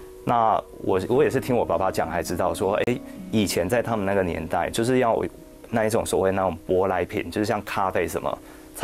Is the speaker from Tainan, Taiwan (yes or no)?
yes; Tainan, Taiwan; 我们都是台南人，那台南人就是有一个蛮道地的特色，就是说就是我们都是蛮脚踏实地的在做好每一件事情。